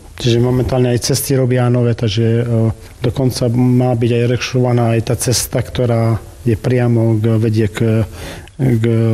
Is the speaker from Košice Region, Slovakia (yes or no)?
yes; Družstevná pri Hornáde, Košice Region, Slovakia; pochádzam z vedľajšej dediny Drusovnej pri Hornáde.